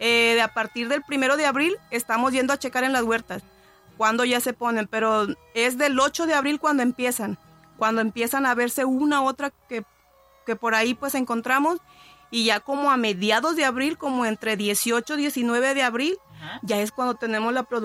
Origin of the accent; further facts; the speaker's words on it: Zacualpan, Colima, Mexico; Ajá, ahí en mi pueblo pues decimos variedades. Ajá. Y son las variedades que hay, pues son varias variedades, o sea, en Zacualpan